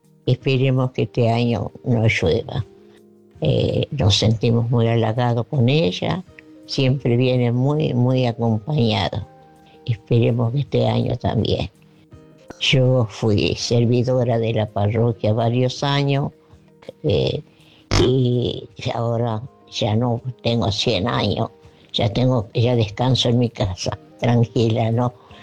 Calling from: Merlo, Buenos Aires Province, Argentina; Buen día, Oscarcito. … de Merlo.

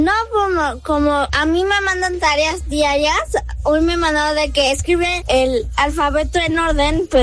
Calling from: Mexico City, Mexico; vivo en la Ciudad de México.

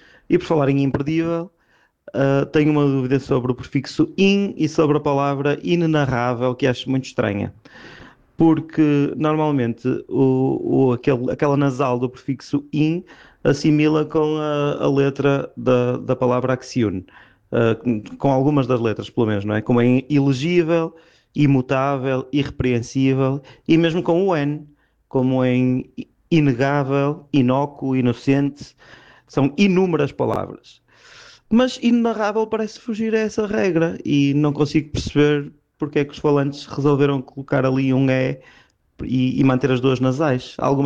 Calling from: Braga, Portugal

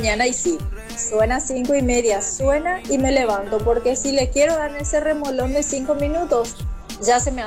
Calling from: Luque, Central, Paraguay; soy de Luque.

